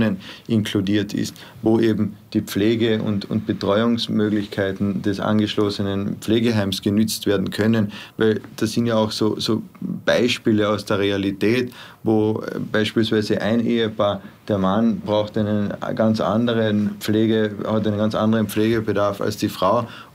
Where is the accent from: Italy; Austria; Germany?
Austria; Hermagor, Carinthia; das kann ich aus meiner Heimatregion in Hermagor sagen